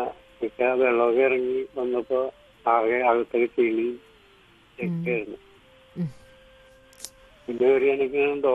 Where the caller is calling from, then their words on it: Neerkode, Kerala, India; Neerkode.